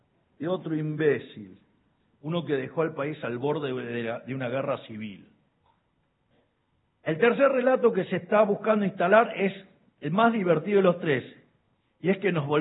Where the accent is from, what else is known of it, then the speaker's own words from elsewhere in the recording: Argentina; Nosotros que somos tan argentinos